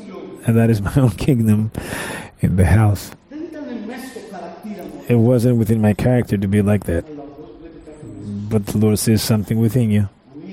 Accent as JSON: {"language": "English", "town": "Rhodes", "region": "South Aegean", "country": "Greece", "also_born_or_lived": "Heraklion", "second_language": "English", "moved": "yes", "said": "within a year I was in Heraklion from Rhodes, what was my homeland."}